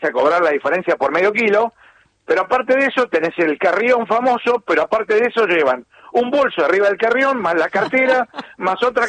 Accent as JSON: {"language": "Spanish", "country": "Argentina", "said": "soy argentino yo también"}